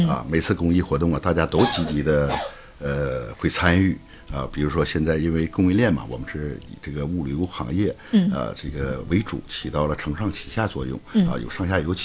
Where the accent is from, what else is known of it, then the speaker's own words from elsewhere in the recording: Heilongjiang, China; moved away; 这是我的出生地，也是我的母校